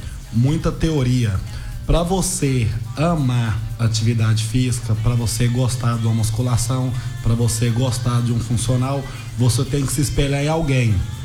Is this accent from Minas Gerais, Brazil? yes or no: yes; Uberlândia, Minas Gerais, Brazil; now in Guanambi, Brazil; sou de Uberlândia, Minas Gerais, tenho 36 anos